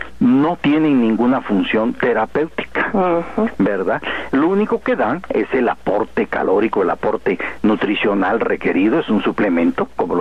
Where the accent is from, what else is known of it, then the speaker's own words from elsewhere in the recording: Oaxaca, Mexico; Pues mire, allá en mi pueblo, en Oaxaca